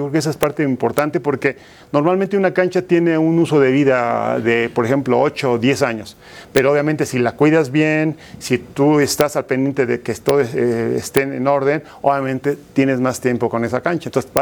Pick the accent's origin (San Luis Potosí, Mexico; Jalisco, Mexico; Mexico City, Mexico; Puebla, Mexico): Mexico City, Mexico; Soy de Magdalena Contreras